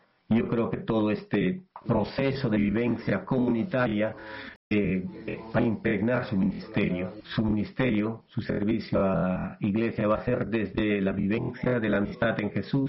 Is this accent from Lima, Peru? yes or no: no; Iquitos, Loreto, Peru; moved away; Soy de Iquitos, Perú